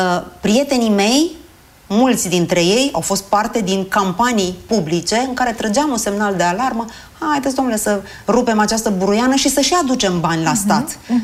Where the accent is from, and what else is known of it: Romania